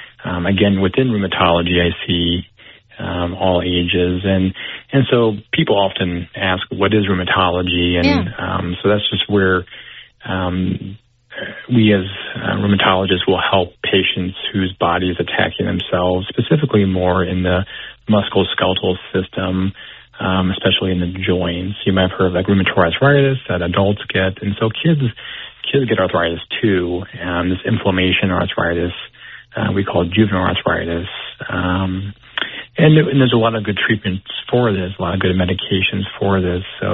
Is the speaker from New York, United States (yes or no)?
no; Sheboygan, Wisconsin, United States; So, my roots, I'm from Sheboygan, so this is, you know, home in northeast Wisconsin.